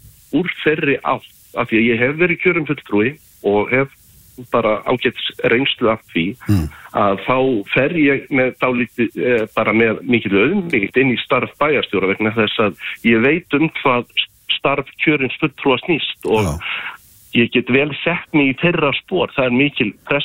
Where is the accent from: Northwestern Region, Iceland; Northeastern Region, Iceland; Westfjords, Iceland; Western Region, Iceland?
Northeastern Region, Iceland; Siglufjörður; Ég fættur uppalinn á Siglufirði